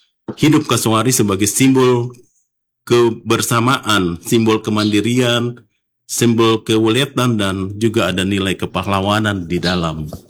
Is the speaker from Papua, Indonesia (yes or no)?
yes; Papua, Indonesia; budaya kita, Papua